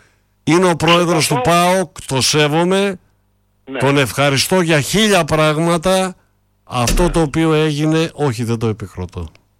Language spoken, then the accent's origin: Greek; Istanbul, Turkey; now in Greece; Εγώ είμαι από την Κωνσταντινούπολη, κύριε μου.